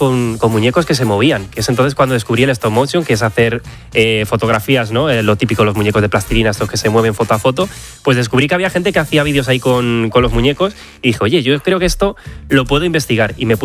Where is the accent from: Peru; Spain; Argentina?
Spain; Tarancón, Castilla-La Mancha; somos de Tarancón